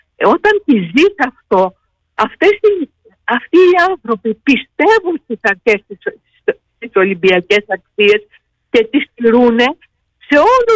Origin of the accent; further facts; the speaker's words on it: Serres, Central Macedonia, Greece; Δεν υπάρχει, και εγώ σας το λέω, είμαι Σεραία, δεν είμαι από την Ηλία.